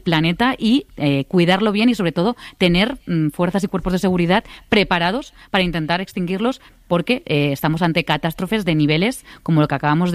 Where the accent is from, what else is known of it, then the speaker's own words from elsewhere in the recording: Castellón, Valencian Community, Spain; Yo soy de Castellón y además acabamos de sufrir un terrible incendio en la Sierra de Espadá